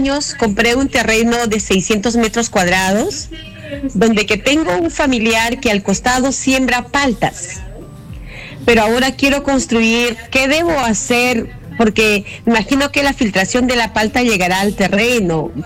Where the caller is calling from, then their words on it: Huari, Ancash, Peru; Soy de Ancash, de Huari, Mayas.